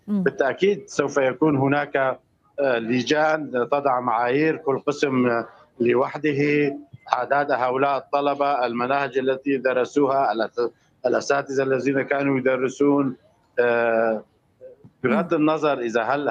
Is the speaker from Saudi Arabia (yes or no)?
no; Syria; now in Qamishli, Syria; أولوياتنا كسوريين تغيرت